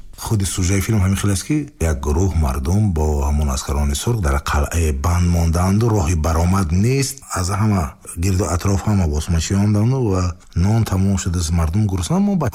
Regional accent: Hisor, Districts of Republican Subordination, Tajikistan; ман дар деҳае зиндагӣ мекардам, ки он ҷо ҳамеша филмбардорӣ мешуд ва масалан Тоир Собиров, Шодравон, Марадорипов ва бисёре аз коргардонҳои муваффақи он замон дар ҳамон деҳаи қалъаи Ҳисор, вақте ки филмбардорӣ мекарданд

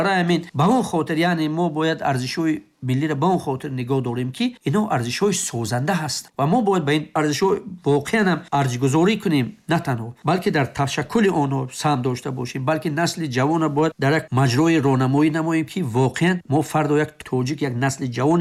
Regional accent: Tajikistan

